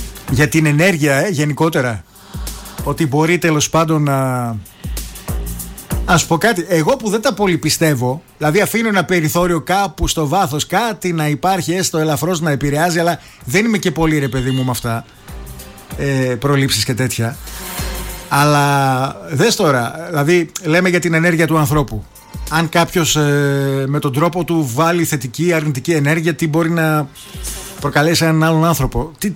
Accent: Greece; Ως Έλληνες είμαστε αρκετά, έτσι, αρκετά ψηλά σε αυτά.

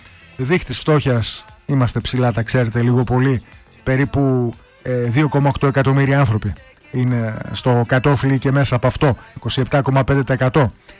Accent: Greece

